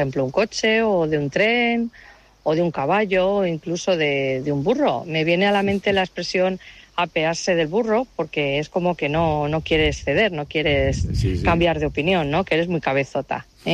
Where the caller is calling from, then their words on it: Spain; del Valle Jaramiel.